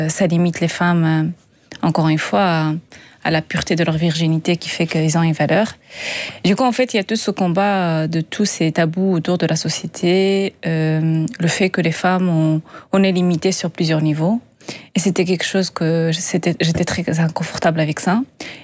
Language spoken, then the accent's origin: French; Agadir, Souss-Massa, Morocco; now in France; Moi, je suis née au Maroc, au Sud du Maroc, à Agadir. Je ne sais pas si vous connaissez. Je viens d'une grande, grande famille à la marocaine.